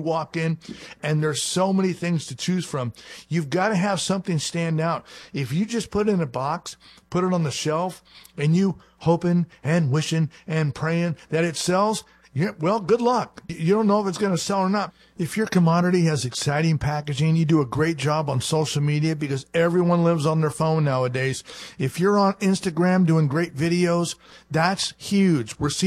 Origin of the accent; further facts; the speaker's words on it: Italy; I'm a little jealous of Michael because he's in Italy right now, my home country, and walnuts are on fire.